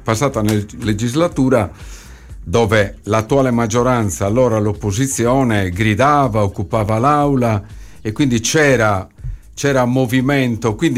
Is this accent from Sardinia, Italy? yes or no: yes; Orosei, Sardinia, Italy; Orosei, Bassa Baronia.